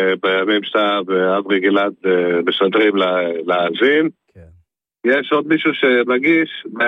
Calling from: Tel Aviv, Tel Aviv District, Israel

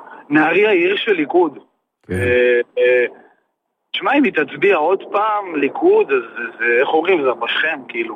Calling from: Northern District, Israel

